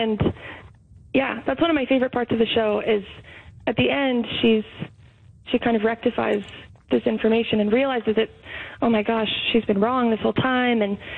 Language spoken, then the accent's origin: English; Canada; And I'm Canadian, and I grew up knowing the story of Anne of Green Gables and reading the books like a lot of other people.